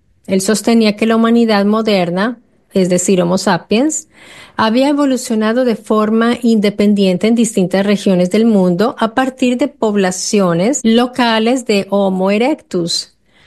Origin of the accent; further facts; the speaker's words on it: Colombia; now in Italy; Yo también soy ciudadana italiana, pero no soy italiana. Yo soy de origen colombiana y soy sudamericana.